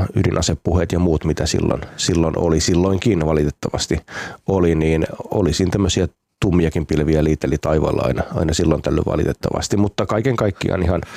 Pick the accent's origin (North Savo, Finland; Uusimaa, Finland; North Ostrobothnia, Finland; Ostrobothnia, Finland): Uusimaa, Finland; Tuusula; No siellä oli aika paljon tuolla seudulla tuolloin ja jossain määrin kyllä tänäkin päivänä niin niillä kulmilla nuorehkoa väestöä, nuoria pareja, paljon lapsiperheitä, että siinä meidänkin kotikadun kulmilla niin oli paljon sitten lapsia ja leikkikavereita.